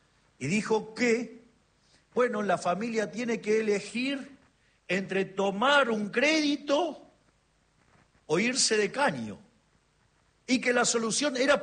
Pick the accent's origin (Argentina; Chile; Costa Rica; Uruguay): Argentina; nosotros que somos tan argentinos, la argentinidad del paro y todas esas cosas